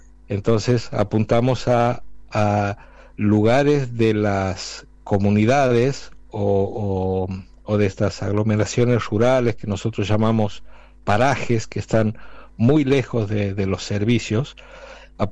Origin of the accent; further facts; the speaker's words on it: La Banda, Santiago del Estero, Argentina; Santiago del Estero, sí, señor.